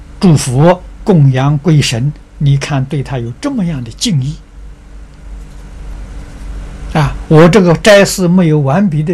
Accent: China; 这一点我们中国人不如外国人

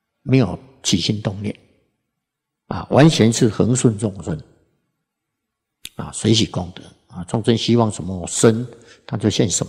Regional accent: China; 这个我们中国人啊，近代的中国人啊，看到自己中国人，他不恭敬啊

